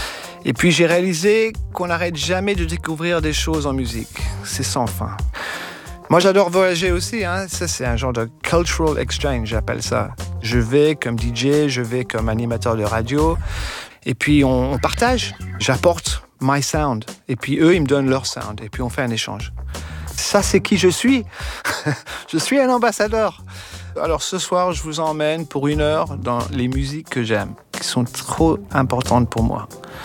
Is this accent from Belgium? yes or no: no; Caen, Normandy, France; born there; Dans mon enfance, je suis né à Caen en 1964.